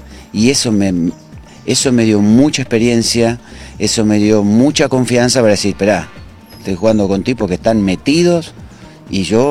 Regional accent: Argentina; A los 16 años, y venía la gente y me decía, ¿de dónde sos? Argentino. Ah, Brasil. No, argentino.

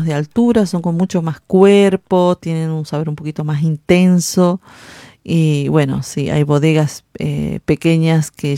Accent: Iruya, Salta, Argentina; born there; now in Tilcara, Argentina; yo soy nacida en la comunidad Finca Santiago de Irulla.

